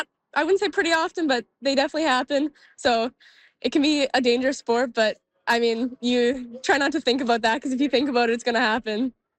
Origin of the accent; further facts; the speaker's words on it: Fredericton, New Brunswick, Canada; born there; I was born in Fredericton and my mom is from Nova Scotia. So got some East Coast roots.